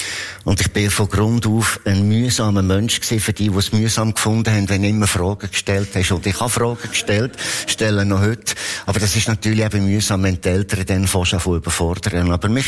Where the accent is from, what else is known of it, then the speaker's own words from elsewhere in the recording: Lucerne, Switzerland; moved away; Und in Bern, ich als Luzerner, habe ich nicht einmal einen Beitrag auf Mundart lesen dürfen. Ich musste einen Berndeutschkurs machen.